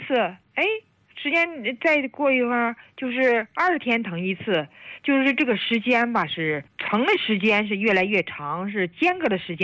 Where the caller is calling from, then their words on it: Chengde, Hebei, China; 我是河北承德的新朋友。